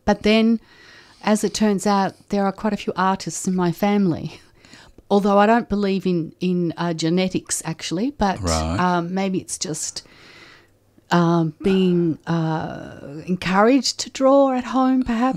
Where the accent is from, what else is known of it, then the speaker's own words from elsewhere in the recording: Melbourne, Victoria, Australia; born there; also born or lived in Altona; we moved from Altona to Essendon.